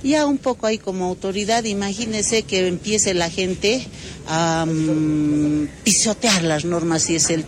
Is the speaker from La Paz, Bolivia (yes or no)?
no; Oruro, Bolivia; Lo que nosotros necesitamos como bolivianos, como orureños, es una solución estructural.